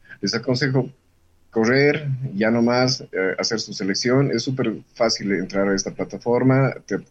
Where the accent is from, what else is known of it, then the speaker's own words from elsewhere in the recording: Bolivia; Como somos buenos bolivianos